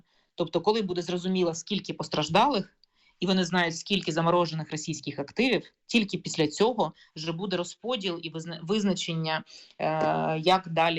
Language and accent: Ukrainian; Donetsk Oblast, Ukraine; moved away; я сама з Донеччини